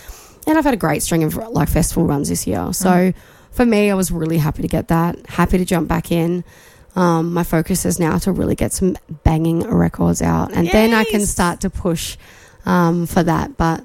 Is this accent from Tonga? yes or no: no; Australia; moved away; And I was like, no, well, I'm actually Australian.